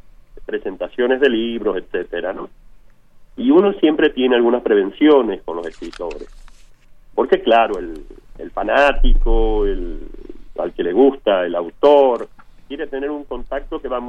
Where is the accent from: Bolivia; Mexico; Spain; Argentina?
Argentina; Tucumán; Yo, como soy de Tucumán